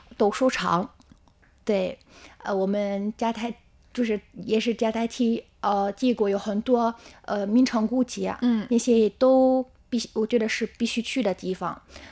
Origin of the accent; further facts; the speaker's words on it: Tunisia; Chinese is a second language; 平时每次我说我来自突尼斯，第一个问题就是突尼斯在哪儿？